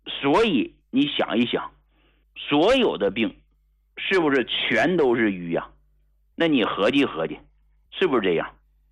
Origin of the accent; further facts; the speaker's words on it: Hegang, Heilongjiang, China; 我依然没有忘记我是从哪儿来的。你看我现在我的身份证依然是黑龙江鹤岗工农区的。